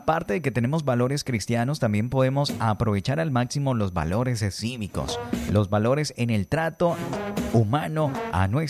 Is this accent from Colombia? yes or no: yes; Colombia; por nuestra patria amada de Colombia